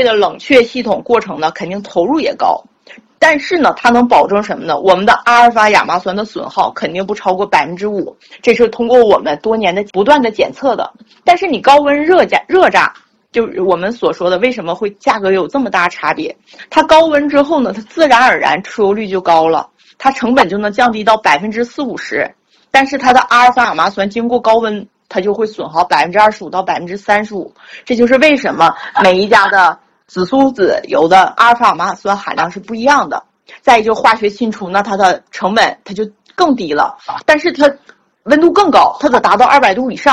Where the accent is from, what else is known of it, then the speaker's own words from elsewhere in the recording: Northeast China, China; accent: Northeastern Mandarin; 我们东北话，我们当地的话叫哈喇味儿